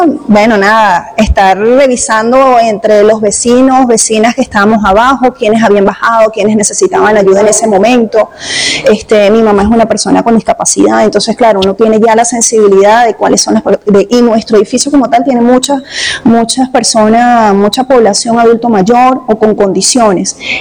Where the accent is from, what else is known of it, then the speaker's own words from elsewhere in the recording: Venezuela; now in San Martín, Venezuela; yo soy orgullosamente venezolana